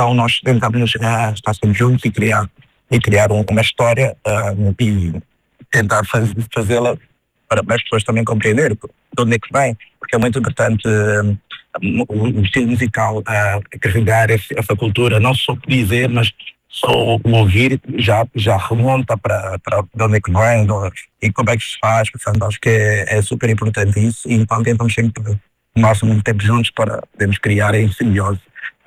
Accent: Luanda, Angola; now in Portugal; sendo angolano

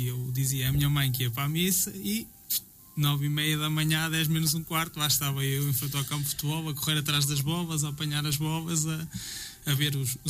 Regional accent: Portugal; eu sou daquelas pessoas que desde sempre sinto a terra com muita paixão. Hoje em dia já vivo-se num mundo global, mas eu ainda sou muito bairrista, então Bitarães para mim quer dizer muito e vai continuar a dizer sempre.

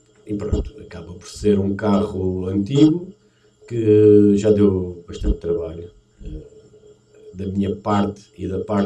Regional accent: Setúbal, Portugal; moved away as an adult; now in Azeitão, Portugal; nasci e cresci na Quinta da Conha. Vivemos ali sensivelmente há 6 anos, mais ou menos

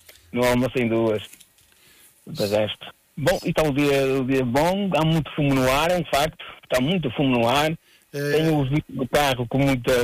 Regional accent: Caldelas, Portugal; Eu não estou em Caldelas, é um facto, mas sou mesmo natural de Caldelas.

